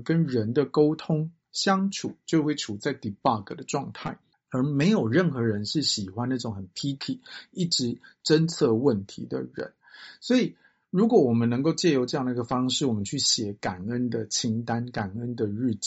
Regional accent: Taiwan

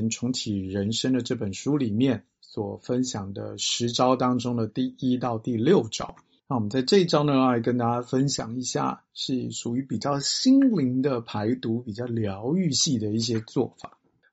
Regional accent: Taiwan

